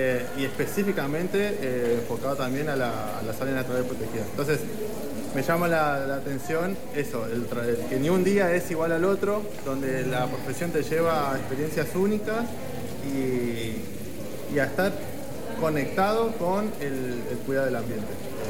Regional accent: Tierra del Fuego, Argentina; now in Misiones, Argentina; estoy estudiando la carrera de técnico universitario Guardaparque de la Universidad Nacional de Misiones y vengo desde Tierra del Fuego

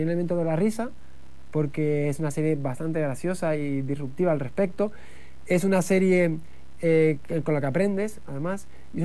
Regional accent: Canary Islands, Spain; also born or lived in England; now in Switzerland; yo me crié en las Islas Canarias, para mí Canarias es América Latina

